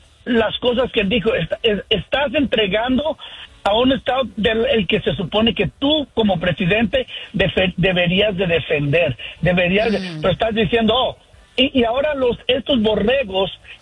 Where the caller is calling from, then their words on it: Sacramento, California, United States; De Sacramento